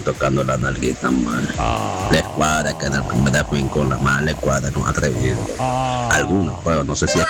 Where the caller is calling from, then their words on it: Honduras; estamos en vivo desde Honduras.